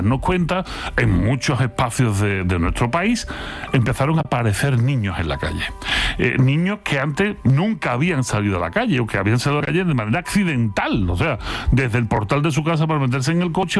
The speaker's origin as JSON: {"language": "Spanish", "region": "Andalusia", "country": "Spain", "tie": "born or raised there", "said": "que decíamos cuando éramos chicos aquí en Andalucía."}